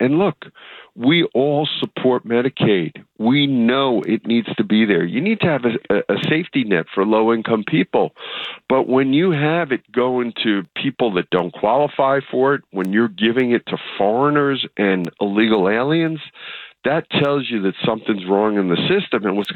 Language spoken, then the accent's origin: English; New York, United States; now in New Jersey, United States; I am born and raised in New York. I live in New Jersey now.